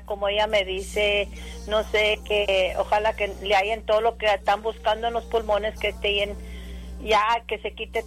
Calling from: Rio Hondo, Texas, United States; Hablo de Río Hondo, Texas.

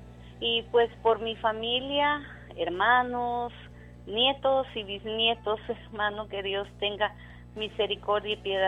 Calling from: Reno, Nevada, United States; le hablo de Reno, Nevada.

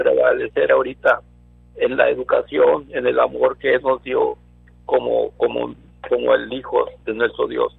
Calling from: Harlingen, Texas, United States; De Harlingen.

